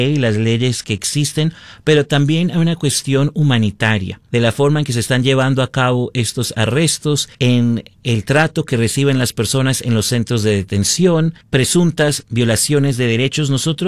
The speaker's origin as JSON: {"language": "Spanish", "region": "Utah", "country": "United States", "tie": "born or raised there", "said": "cuando crecí aquí en Utah a comienzos de los 2000"}